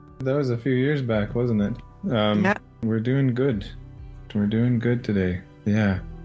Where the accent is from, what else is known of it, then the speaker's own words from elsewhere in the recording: Hartley Bay, British Columbia, Canada; I come from the Gitgat First Nation, which is one of the villages, one of the eight communities belong to the Tsimshian Nation on the northwest coast. We are some Ailach-speaking people.